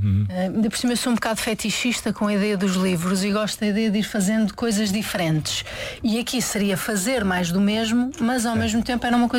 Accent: Vizela, Norte, Portugal; Sou de Vizela, exatamente.

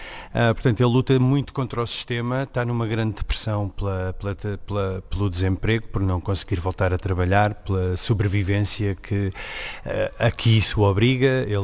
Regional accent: Lisbon, Portugal; Eu sou, sim, por acaso eu sou filho de bairro social, de um bairro que tem um grande pulmão, que é o Vale do Silêncio. Eu sou dos Olivais Sul

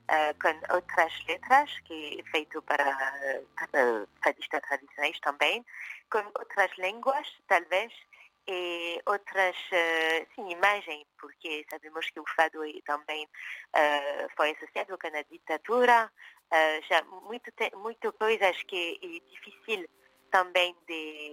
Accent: France; accent: French; first language French; Portuguese is a second language; tem um sotaque francês, mas tem o fado.

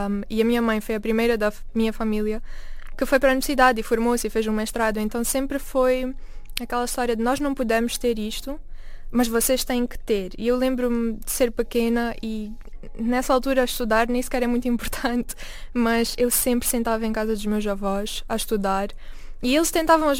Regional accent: Mozambique; now in abroad; Eu sinto muita falta de comida caseira, especialmente sendo moçambicana. Não há muitos restaurantes moçambicanos cá.

